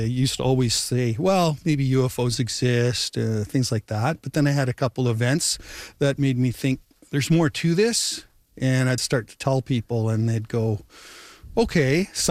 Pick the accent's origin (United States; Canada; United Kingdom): Canada; Winnipeg, Manitoba; now in Gimli, Canada; I'm from Winnipeg. My wife is originally from Toronto, and we've retired to Gimli, so that says it all.